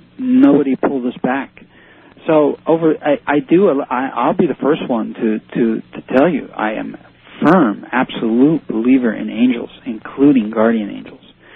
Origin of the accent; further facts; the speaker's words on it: Hackensack, New Jersey, United States; born there; moved away; I was born in Hackensack.